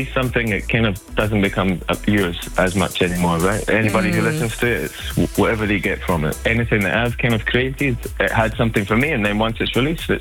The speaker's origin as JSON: {"language": "English", "region": "Scotland", "country": "United Kingdom", "lives_now": "Berlin, Germany", "said": "Yes. But, yeah. I'm originally from Scotland."}